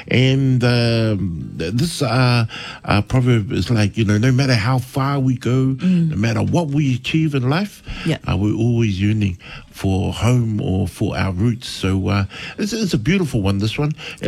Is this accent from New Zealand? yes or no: yes; Wellington, New Zealand; born there; Even though I was born in Wellington, man, going back home is like something that I have to have as a Samoan